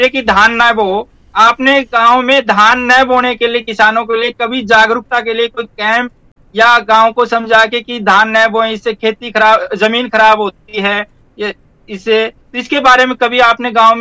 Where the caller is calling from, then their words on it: Haryana, India; मैं भी यही इलाके से हूँ, मेरा भी गांव दादरी के पास ही है।